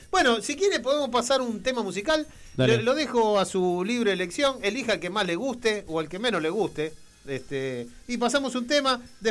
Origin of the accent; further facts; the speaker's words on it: Argentina; nosotros no leemos ningún manual y somos argentinos